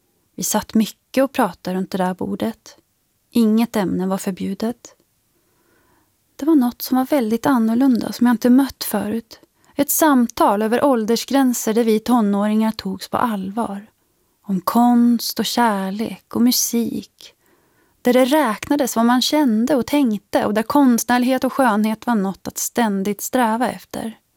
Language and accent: Swedish; Katrineholm, Södermanland, Sweden; born there; Jag är född i Katrineholm som en liten fabriks- och industristad. På många sätt en typisk svensk mellanstor stad.